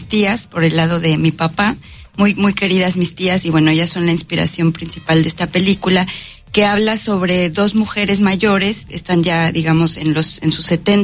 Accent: Xalapa, Veracruz, Mexico; Yo soy de Jalapa.

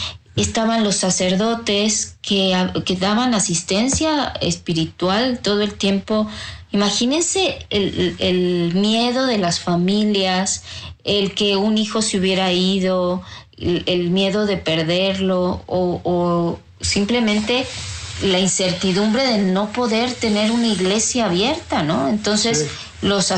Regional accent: Mexico; eso que somos los mexicanos

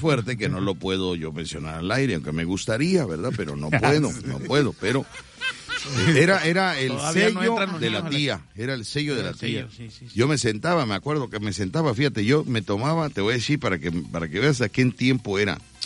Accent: Veracruz, Mexico; Le digo, no, de Veracruz.

